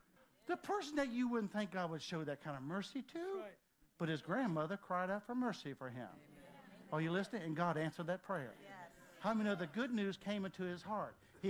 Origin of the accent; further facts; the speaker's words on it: Helltown, Virginia, United States; I'm a preacher from Helltown, Virginia. This place used to be documented Helltown.